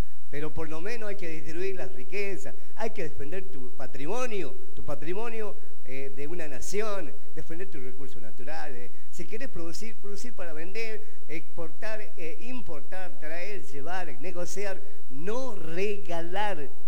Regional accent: Argentina; Así que le voy a decir simplemente que es mi nobleza, como hombre, como argentino. Yo conozco mi patria

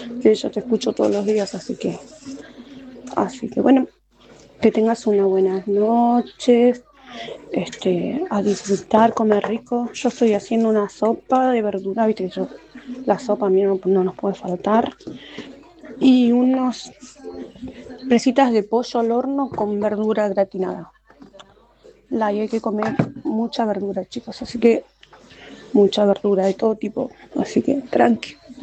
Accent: Buenos Aires, Argentina

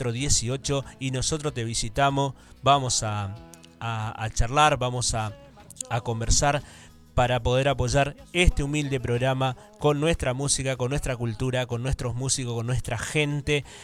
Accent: La Zarita, Santa Fe, Argentina; born there; now in Reconquista, Argentina; yo no soy nacido en Reconquista, yo soy nacido en La Zarita

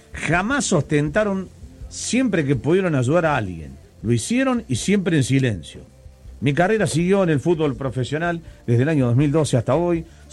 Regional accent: Córdoba, Argentina; moved away as an adult; also born or lived in Rosario; Soy de Córdoba capital. En el año 2006, después de recibirme como profe de educación física del IPEF, decidí irme a Rosario a trabajar al club Renato Cesarini

